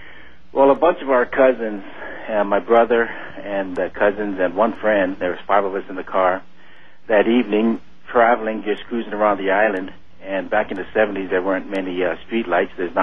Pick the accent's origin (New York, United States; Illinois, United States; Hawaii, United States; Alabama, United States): Hawaii, United States; now in Las Vegas, United States; I'm originally from Hawaii